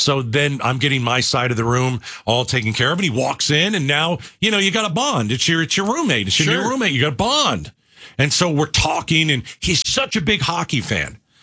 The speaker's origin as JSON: {"language": "English", "region": "New York/New Jersey area", "country": "United States", "said": "Since I'm from the New York, New Jersey area"}